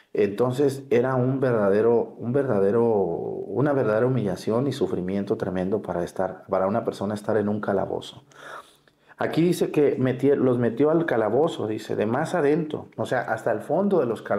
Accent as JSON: {"language": "Spanish", "town": "Mexticacán", "region": "Jalisco", "country": "Mexico", "tie": "born or raised there", "said": "a un ladito de mi pueblo en Mexicacán."}